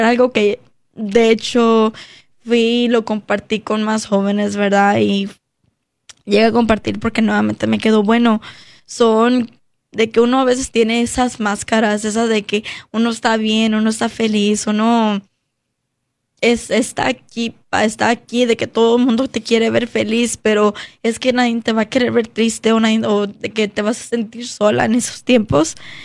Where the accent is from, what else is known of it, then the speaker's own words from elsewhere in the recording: United States; de una presencia con personas que yo crecí aquí en Estados Unidos, en la iglesia